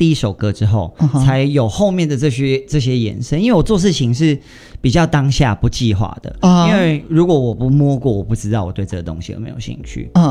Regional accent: southern Taiwan, Taiwan; 那个是我在南部很少听到

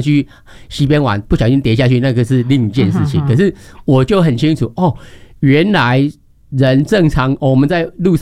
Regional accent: Taiwan; 因为台湾早期来讲我们台湾是一个早期是戒严、哦、这很早期是戒严、嗯、我小时候的时候我记得我父母是不允许我去接近西边

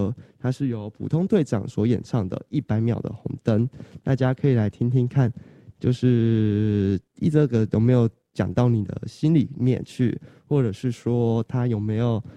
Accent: Pingtung County, Taiwan; 他就问我说：“那你们屏东有百货公司吗？”对，那我就回他有，而且我们还有2间

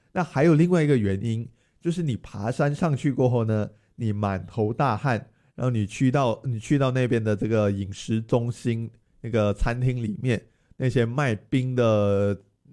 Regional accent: Penang, Malaysia; 我们马来西亚人不是，我们槟城人呢，就还蛮喜欢去爬这座升旗山的。

